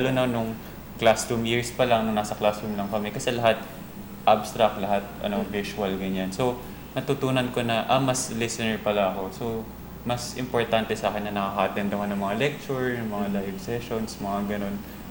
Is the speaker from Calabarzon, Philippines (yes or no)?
no; Pasig, Metro Manila, Philippines; Ako, taga Pasig.